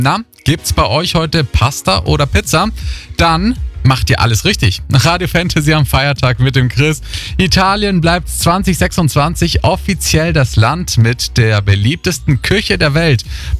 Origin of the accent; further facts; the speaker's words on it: Greece; Ganz knapp, wirklich ganz, ganz knapp vor meiner Heimat Griechenland.